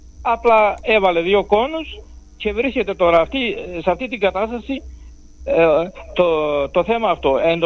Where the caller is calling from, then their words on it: Crete, Greece; Είμαι από το, από το Βραχάς Σύση, από αυτή την περιοχή.